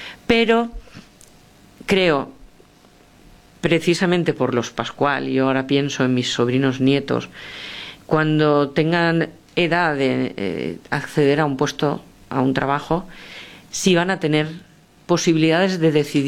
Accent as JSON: {"language": "Spanish", "town": "Valencia", "region": "Valencian Community", "country": "Spain"}